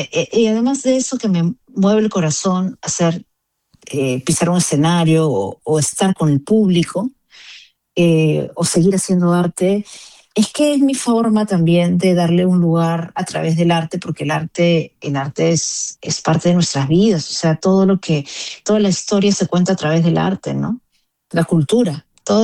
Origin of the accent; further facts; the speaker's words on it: Peru; moved away as an adult; now in Switzerland; me ancla a Perú, porque también es verdad que yo ya no vivo en Perú